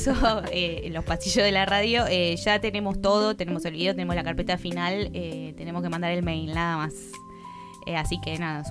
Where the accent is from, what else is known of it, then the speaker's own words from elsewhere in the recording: Quilmes, Buenos Aires Province, Argentina; lo que nos pasa a los quilmeños. Somos bastante manijas de nuestro suelo